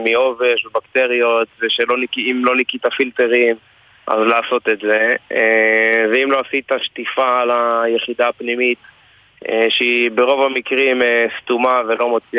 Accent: Southern District, Israel; אני במקרה מהדרום, אז בכלל מקיבוץ

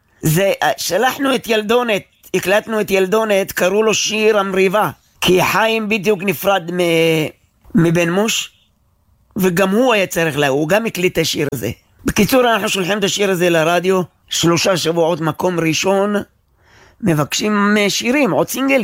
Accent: Rosh HaAyin, Central District, Israel; ילד שבא מראש העין

